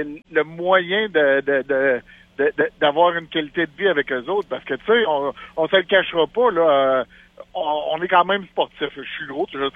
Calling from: Saint-Jérôme, Quebec, Canada; Oui, je suis à Sainte-Sophie-Saint-Jérôme.

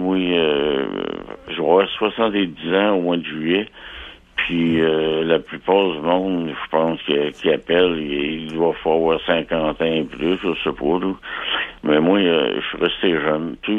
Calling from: Lévis, Quebec, Canada; moi, je suis de Lévis.

